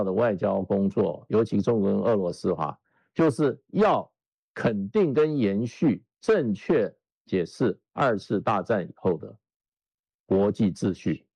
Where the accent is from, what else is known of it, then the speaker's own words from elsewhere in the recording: Taiwan; 我们从小在台湾呢，每年都会播的